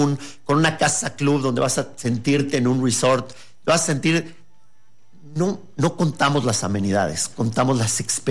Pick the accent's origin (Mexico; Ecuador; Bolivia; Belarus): Mexico; Mexico City; yo soy de la Ciudad de México y nosotros de chiquitos tuvimos la fortuna de tener una casa en Cuernavaca